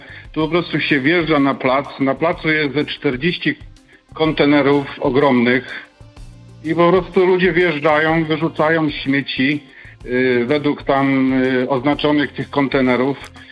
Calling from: Denmark; ja dzwonię z Danii

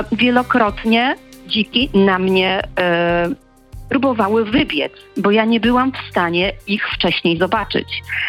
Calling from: Gdynia, Pomeranian Voivodeship, Poland; a jestem z Gdyni.

